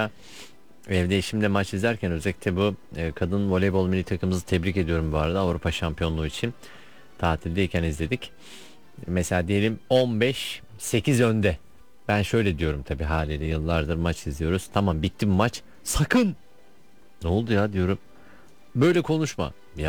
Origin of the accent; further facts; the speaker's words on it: Iğdır, Turkey; Bu arada memleketim Iğdır'da 15 puana ulaştı.